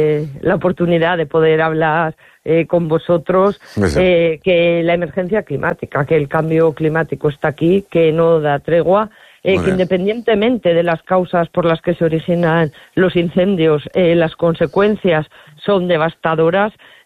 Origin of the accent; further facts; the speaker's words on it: Berlanga de Duero, Castile and León, Spain; now in Madrid, Spain; en mi pueblo, en Berlanga de Duero